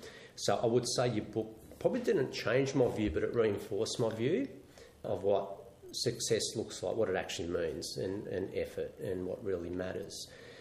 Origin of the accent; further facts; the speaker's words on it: Australia; Growing up in Australia in the 1970s as a kid from an immigrant background probably wasn't quite what it is today.